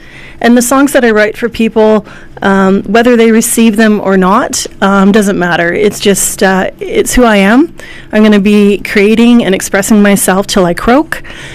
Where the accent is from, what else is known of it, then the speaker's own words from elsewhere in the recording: Yellowknife, Northwest Territories, Canada; now in Edmonton, Canada; I'm a local artist from Edmonton, Alberta. I grew up in Yellowknife, Northwest Territories. And I've been in Edmonton for a number of years.